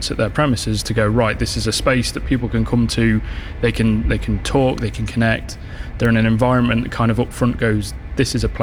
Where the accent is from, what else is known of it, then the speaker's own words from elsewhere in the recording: United Kingdom; moved away as an adult; now in Brighton, United Kingdom; I was relocated for work down to Brighton, which, if my accent doesn't give me away too much, I'm not from even this far south, I'm from further north of here.